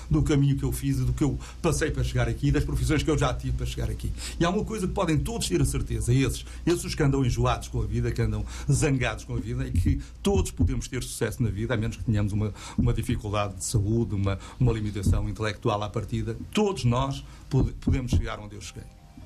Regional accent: Matosinhos, Norte, Portugal; born there; also born or lived in Mondego; eu nasci ao pé da água, nasci em Matosinhos, né? Depois desloquei-me para o Mondego

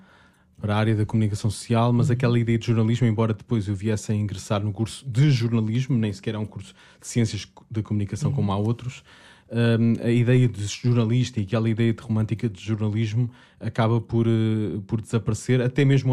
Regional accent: Sintra, Lisbon, Portugal; born there; eu até aos 9 anos fui criado numa quinta na Serra de Sintra.

